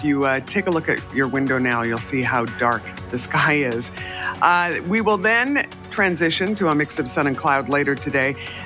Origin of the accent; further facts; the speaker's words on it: Brandon, Manitoba, Canada; now in Winnipeg, Canada; I grew up in Brandon